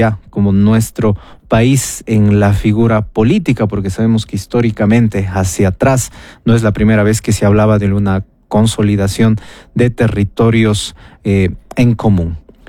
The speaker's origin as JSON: {"language": "Spanish", "town": "Cuenca", "region": "Azuay", "country": "Ecuador", "said": "se nos viene a la memoria como cuencanos. También esto nos llena de orgullo, pero principalmente como ecuatorianos."}